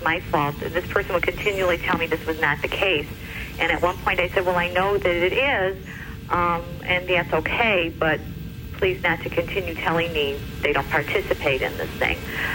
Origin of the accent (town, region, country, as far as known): Chicago, Illinois, United States